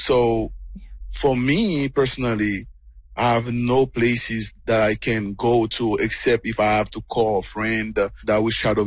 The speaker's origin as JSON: {"language": "English", "town": "Port-au-Prince", "region": "Ouest", "country": "Haiti", "tie": "born or raised there", "said": "I was born in Port-au-Prince. My whole life was in Port-au-Prince. So I don't know nowhere else besides Port-au-Prince."}